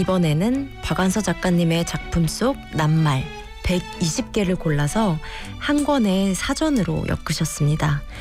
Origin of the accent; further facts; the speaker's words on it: South Korea; 한국인으로서 이 DNA에서 느껴지는 어감이 주는 그 감상이 있죠.